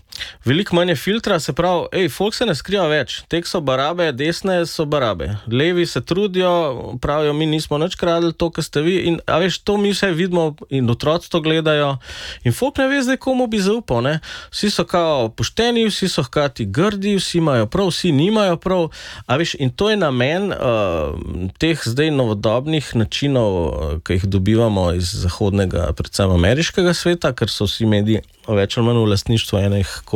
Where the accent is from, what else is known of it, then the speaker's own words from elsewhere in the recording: Kranj, Upper Carniola, Slovenia; jaz prihajam iz Kranja